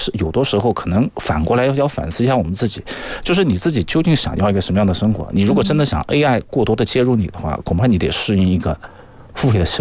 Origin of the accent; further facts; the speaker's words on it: China; 我们中国人